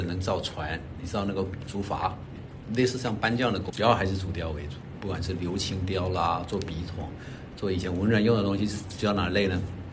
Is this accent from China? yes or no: yes; China; 作为一个中国人，我觉得中华文化深根在我的骨髓里头